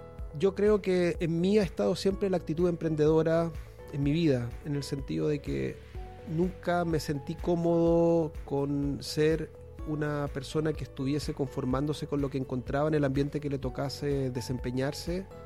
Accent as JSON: {"language": "Spanish", "region": "Valparaíso", "country": "Chile", "tie": "born or raised there", "said": "yo soy por un lado oriundo de la zona, soy porteño, wanderino"}